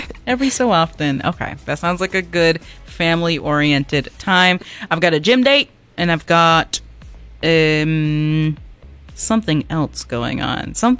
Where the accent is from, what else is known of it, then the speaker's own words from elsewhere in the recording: Ireland; Listen, I'm not Italian.